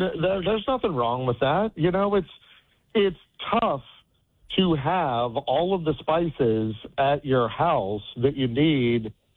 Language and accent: English; West Virginia, United States; that was one of the things that I looked forward to every summer growing up in West Virginia